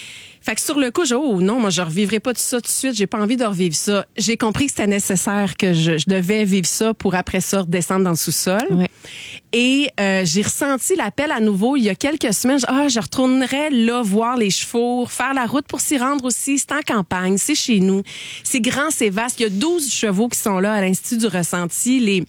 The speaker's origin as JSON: {"language": "French", "town": "Roxton", "region": "Quebec", "country": "Canada", "tie": "born or raised there", "moved": "yes", "said": "C'est à côté de mon village natal, Roxton."}